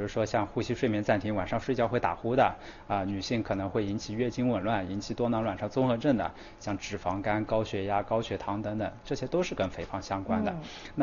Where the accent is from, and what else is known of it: China